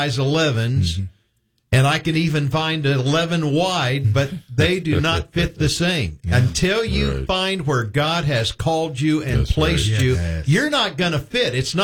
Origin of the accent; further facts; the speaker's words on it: Hobe Sound, Florida, United States; I grew up in Hope Sound, and we had Wesleyan holiness, godly people, loved the Lord.